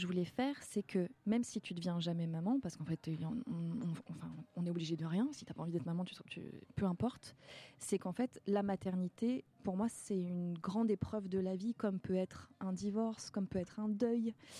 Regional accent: France; on est français

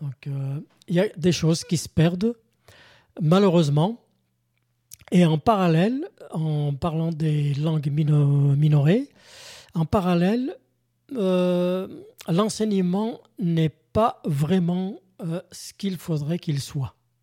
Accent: Kabylie, Algeria; moved away; je suis né en Kabylie

